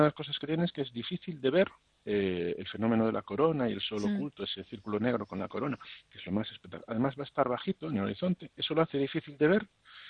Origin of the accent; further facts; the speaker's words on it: Sarria, Galicia, Spain; en Sarria, de donde soy yo, en tu villa